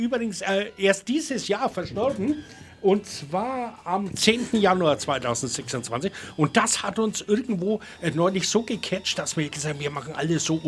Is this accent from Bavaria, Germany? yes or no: yes; Bavaria, Germany; Das R, mein Gott, und das als Franke habe ich das R vergessen.